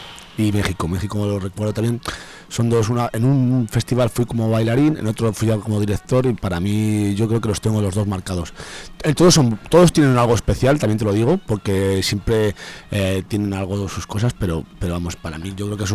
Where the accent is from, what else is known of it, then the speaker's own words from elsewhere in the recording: Torrefrades, Castile and León, Spain; born there; Mi pueblo.